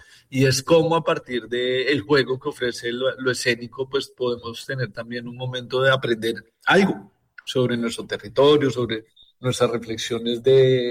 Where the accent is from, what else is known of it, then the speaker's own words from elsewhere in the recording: Bogotá, Bogotá Capital District, Colombia; now in Valledupar, Colombia; Yo soy de Bogotá